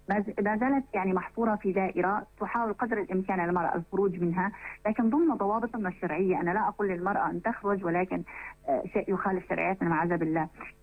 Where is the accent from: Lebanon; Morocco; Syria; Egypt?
Syria; وكمجتمع محلي قدرنا فورا أن نستطيع أن ننصهر جميعا في منطقة واحدة وأننا سوريون.